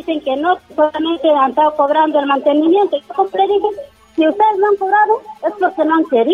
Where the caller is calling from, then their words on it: Cajamarca, Peru; Esto lo llamo de acá, del asentamiento humano Pacamuros del Huito, de la cascada arriba.